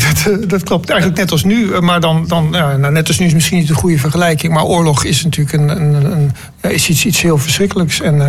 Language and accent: Dutch; Stadskanaal, Groningen, Netherlands; born or raised there; moved away; also born or lived in Rotterdam